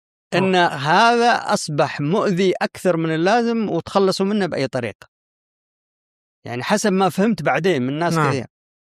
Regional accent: Shabwah, Yemen; قلت أنا من شبوة

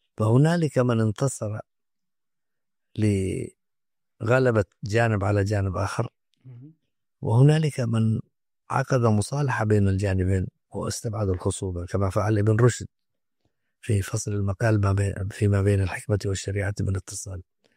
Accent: Yemen; عندنا في اليمن

